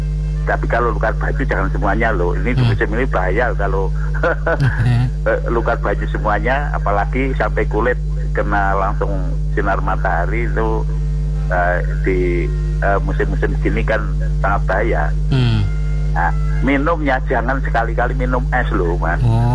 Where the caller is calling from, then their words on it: Borobudur, Central Java, Indonesia; Kalau di daerah saya itu daerah Borobudur yang kering